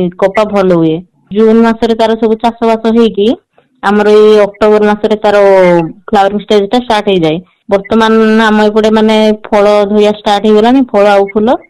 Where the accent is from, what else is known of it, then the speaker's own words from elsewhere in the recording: Odisha, India; ମୁଁ ରାୟଗଡ଼ା ଜିଲ୍ଲାରୁ ଆସିଛି।